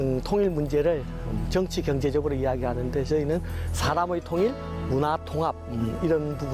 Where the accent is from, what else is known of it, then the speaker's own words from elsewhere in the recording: Hadong, South Gyeongsang, South Korea; moved away; 제 고향이 네. 저기 지리산 밑에 쌍계사라고 하는 절 아래에서 태어나서 자랐어요. 그래서 거기가 8만 구암자가 있을 정도로 절이 많아서 네. 어려서부터 불교 이야기는 많이 듣고 자랐습니다.